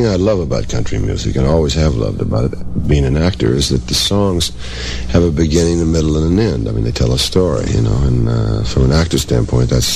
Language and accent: English; Florida, United States; also born or lived in Georgia; I was born in Georgia, raised in Florida.